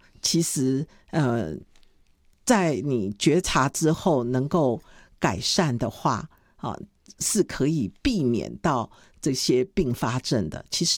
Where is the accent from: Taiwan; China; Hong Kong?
Taiwan; Qingshui, Taichung; also born or lived in Saudi Arabia / South Africa; 清水，一个非常宁静的乡下。那我在这个空军眷村里面长大，我下面有七个弟弟妹妹。那我是1950年出生的